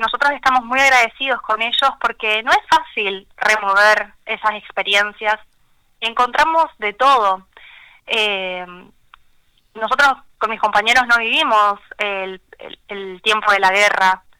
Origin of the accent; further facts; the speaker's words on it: Argentina; como pueblo argentino, esta causa a nosotros nos sigue interpelando.